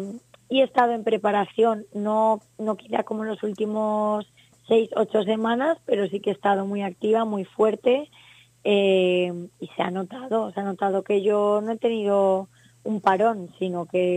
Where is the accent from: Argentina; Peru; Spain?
Spain; Aragon; el placer es mío de representar mi tierra